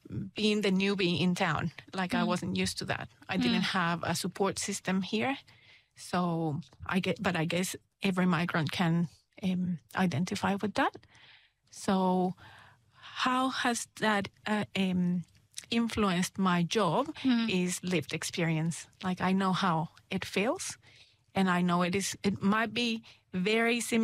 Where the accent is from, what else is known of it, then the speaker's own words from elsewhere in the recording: Guatemala City, Guatemala; English is a second language; moved away as an adult; also born or lived in Nicaragua; now in Ashburton, New Zealand; I lived in Guatemala for 26 years. Then we moved to Nicaragua